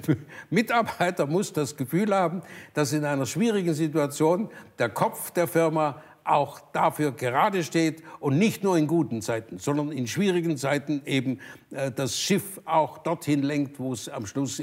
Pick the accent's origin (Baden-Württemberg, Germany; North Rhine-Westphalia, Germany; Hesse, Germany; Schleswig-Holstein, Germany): Baden-Württemberg, Germany; Burladingen; also born or lived in St. Blasien; Ich bin im Krankenhaus in Sigmaringen geboren worden, weil das damals so war, dass man ins Krankenhaus ging. Aber ich bin hier geboren, das ist meine Heimat. Ich war in der Volksschule hier